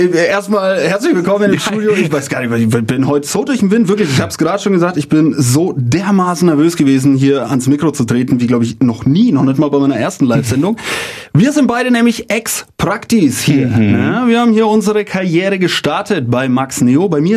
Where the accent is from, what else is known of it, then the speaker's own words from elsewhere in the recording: Bavaria, Germany; Das ist einfach meine Heimat, fränkisch durch und durch, Franke durch und durch, besser gesagt.